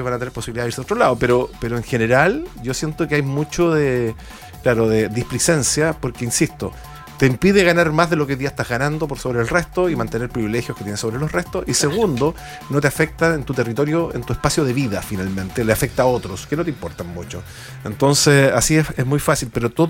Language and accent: Spanish; Chile